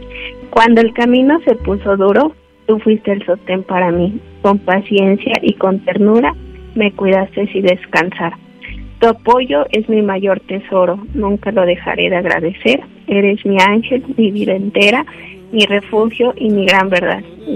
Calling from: Apizaco, Tlaxcala, Mexico; Los escucho de Apizaco, de Santa Anita, Huilabas.

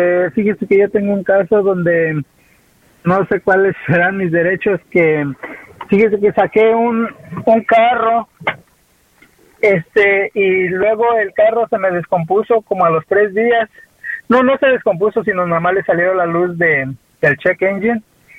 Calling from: South Carolina, United States; Yo soy del Sur Carolina, pero es en Norte Carolina.

